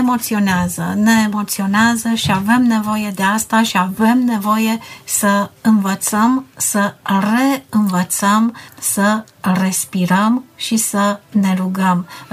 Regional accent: Vatra Dornei, Suceava County, Romania; born there; moved away; Eram plecată din Vata Dornei de mulți ani și mi-era dor.

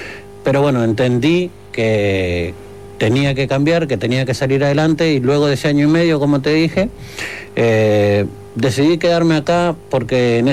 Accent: Argentina; moved away as an adult; now in Uruguay; yo soy argentino, vine de allá de Argentina, y cuando cumplí todo el proceso, digamos, estuve en Paysandú en una chacra, luego estuve en Montevideo

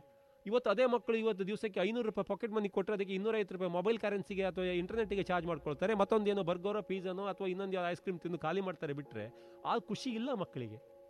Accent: Karnataka, India; ನಾವು ಮಲೆನಾಡಲ್ಲೇ ಹುಟ್ಟಿ ಬೆಳೆದವರು.

